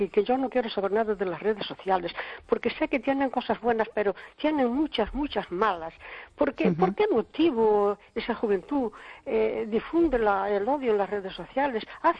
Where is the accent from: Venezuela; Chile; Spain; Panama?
Spain; Cespón, Galicia